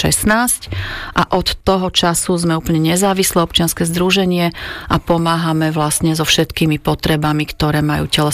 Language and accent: Slovak; Bratislava, Bratislava Region, Slovakia; Áno, pochádzam z Bratislavy a som vyslovene mestský typ.